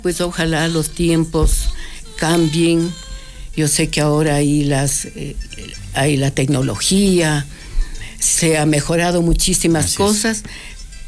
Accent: Cotacachi, Imbabura, Ecuador; Ay, mi Cotacachi. Esa tierra tan linda, y ahora está más hermosa

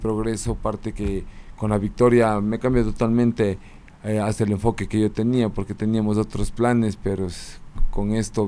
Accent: Ecuador; Soy ecuatoriano … soy policía

